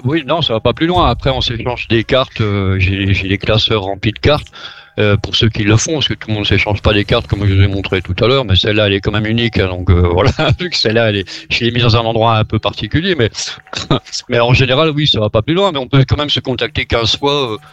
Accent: France; Chez nous, en France

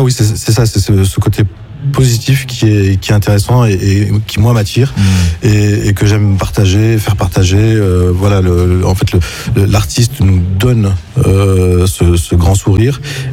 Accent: Montpellier, Occitanie, France; now in Paris, France; Montpellier, qui est ma ville natale.

